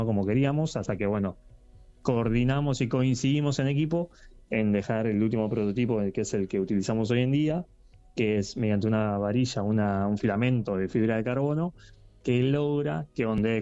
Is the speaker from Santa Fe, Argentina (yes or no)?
no; Quilmes, Buenos Aires Province, Argentina; now in Wilde, Argentina; No, yo soy de Buenos Aires. Yo nací en la ciudad de Quilmes. Bueno, vivo actualmente en Wilde, en Avellaneda, la zona sur de la provincia de Buenos Aires